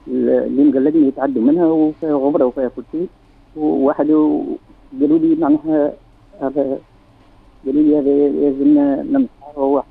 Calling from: Medenine, Tunisia; والله من مدنين.

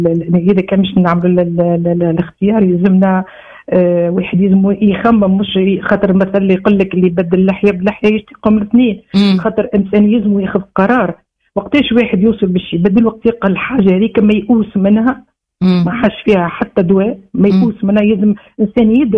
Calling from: Sfax, Sfax Governorate, Tunisia; معك مستمعة من صفاقس.

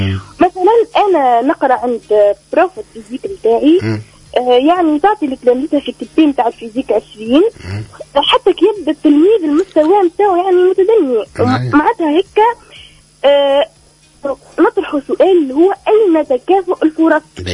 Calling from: Gabès Governorate, Tunisia

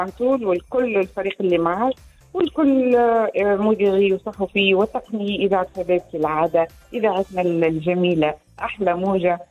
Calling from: Metlaoui, Gafsa Governorate, Tunisia; من متلوي.

